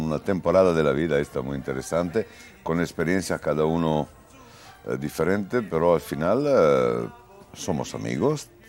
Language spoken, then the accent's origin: Spanish; Italy; born there; Spanish is a second language; moved away; sangre italiano y mitad españolo. Porque si yo tenía que elegir en dónde nacer, si no nací en Italia, decía España.